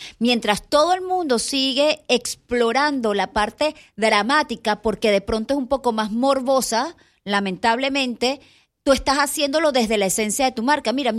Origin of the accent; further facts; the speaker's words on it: Venezuela; moved away; los que somos venezolanos venimos golpeados desde junio porque a pesar de que estábamos fuera, era vivirlo como que si estabas adentro.